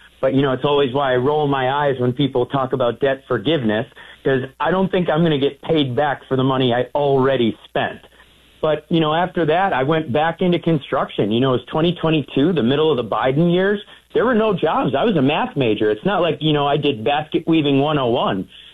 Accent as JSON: {"language": "English", "town": "Wausau", "region": "Wisconsin", "country": "United States", "tie": "born or raised there", "said": "my hometown of Wausau, Wisconsin, was once derogatorily referred to as the most middle class city in America"}